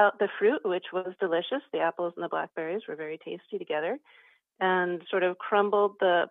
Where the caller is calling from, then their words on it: Missouri City, Texas, United States; I'm calling from Missouri City, Texas.